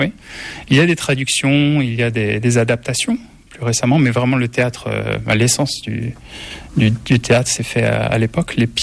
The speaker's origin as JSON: {"language": "French", "town": "Lorient", "region": "Brittany", "country": "France", "said": "la Bretagne, je suis de Lorient, la cité aux multiples ports"}